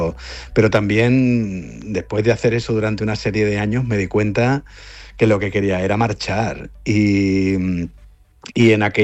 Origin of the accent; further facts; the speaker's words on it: Spain; porque somos periodistas o porque somos españoles es una cuestión muy a tener en cuenta